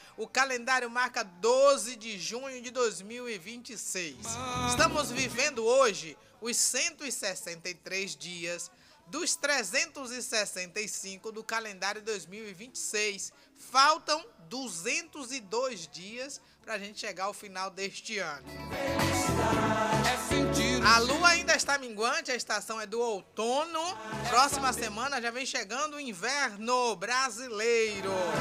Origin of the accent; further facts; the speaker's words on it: Brazil; a gente é brasileiro